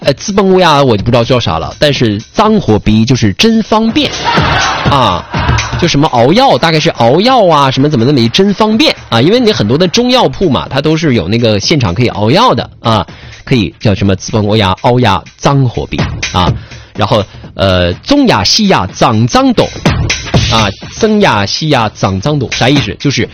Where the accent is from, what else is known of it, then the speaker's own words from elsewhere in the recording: Northeast China, China; 不像我们东北人一张嘴干啥呀？